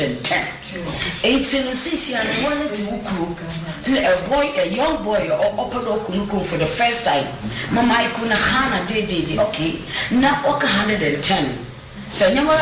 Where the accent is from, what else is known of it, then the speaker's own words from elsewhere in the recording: Ghana; And I find it so much expensive as a Ghanaian.